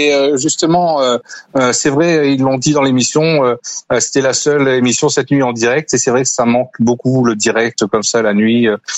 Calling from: Nouvelle-Aquitaine, France; Je suis en Charente-Maritime, moi, du côté de entre Saintes et Saint-Jean-d'Angély.

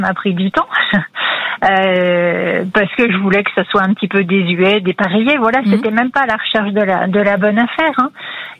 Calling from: Mâcon, Bourgogne-Franche-Comté, France; De Mâcon.

